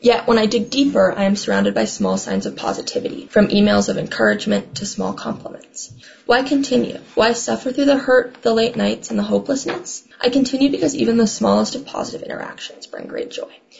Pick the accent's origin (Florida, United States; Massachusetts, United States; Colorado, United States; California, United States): Colorado, United States; also born or lived in Vancouver, Canada; It's really interesting for me, especially because I've grown up here. I've lived in Colorado my whole life.